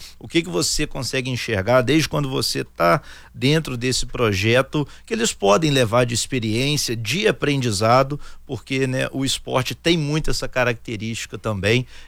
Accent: Juiz de Fora, Minas Gerais, Brazil; eu sou de Juiz de Fora.

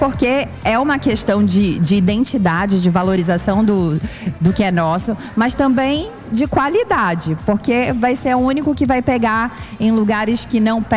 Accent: Amapá, Brazil; a gente sabe tem essa dor como amapaense

